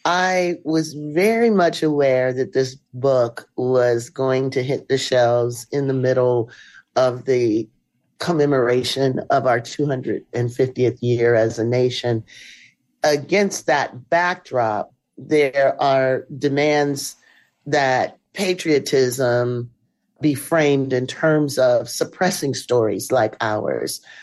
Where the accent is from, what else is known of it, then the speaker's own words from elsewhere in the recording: Canton, Ohio, United States; So my mother was born and raised in Canton, Ohio. I was born and raised in Canton, Ohio.